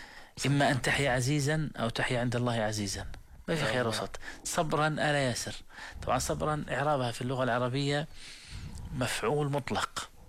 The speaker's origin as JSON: {"language": "Arabic", "country": "Jordan", "said": "انا بس بنتمي لبلدي، انا من الاردن بس بدافع"}